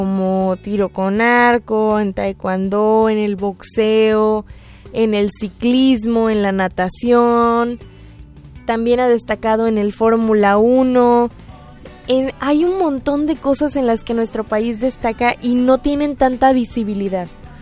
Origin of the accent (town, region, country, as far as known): Mexico